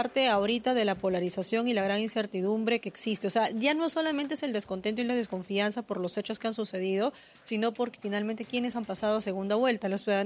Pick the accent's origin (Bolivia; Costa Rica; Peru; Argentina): Peru; Cajamarca; yo que soy de Cajamarca